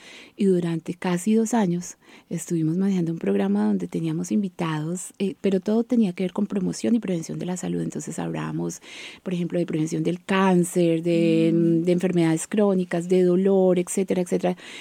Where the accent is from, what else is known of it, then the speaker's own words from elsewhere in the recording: Colombia; moved away as an adult; now in Adelaide, Australia; yo soy una colombiana que llegó a Adelaida hace 16 años. Llevo 16 años viviendo aquí con mi familia.